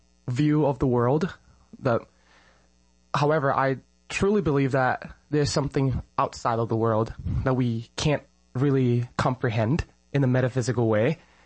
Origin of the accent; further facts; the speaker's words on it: Milwaukee, Wisconsin, United States; I'm from Milwaukee, Wisconsin, and currently I'm a student at NC State University